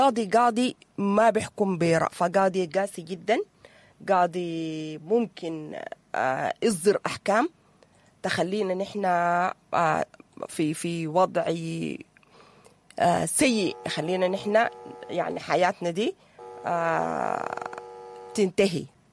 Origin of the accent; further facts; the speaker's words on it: Sudan; عندنا نحن كمجتمع سوداني. نحن كمجتمع سوداني